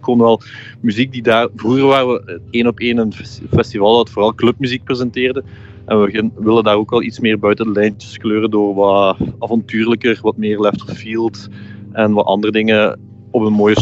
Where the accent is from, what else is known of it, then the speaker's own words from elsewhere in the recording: Belgium; waar we als Belgen uiteraard heel trots op mogen zijn.